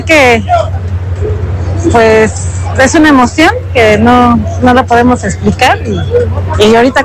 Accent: Mexico City, Mexico; vengo de la Ciudad de México.

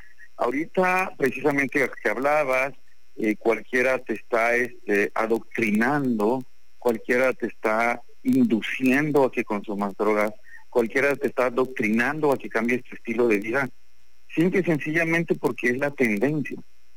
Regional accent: Huimanguillo, Tabasco, Mexico; en el pueblo, ¿no? Hablo de Guimanguillo

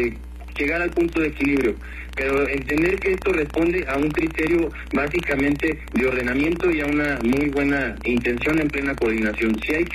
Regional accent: Mexico City, Mexico; now in Acapulco, Mexico; No, yo soy de la Ciudad de México.

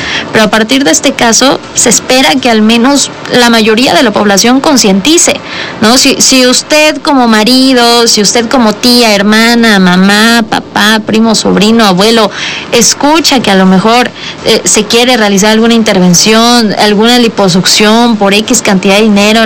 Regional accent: Puebla, Mexico; al menos como poblanos, como mexicanos

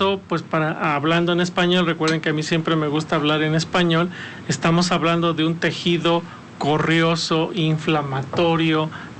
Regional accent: Mexico; hablando de esa realidad de nosotros como mexicanos

